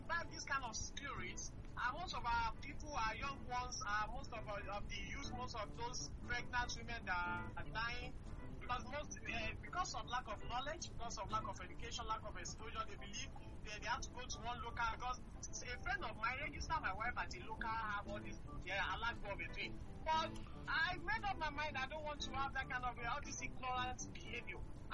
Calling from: Eredo, Nigeria; I'm from Eredo.

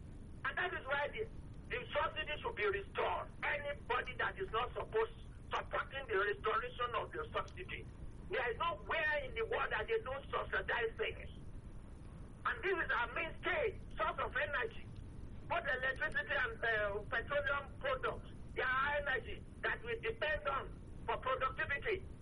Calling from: Nigeria

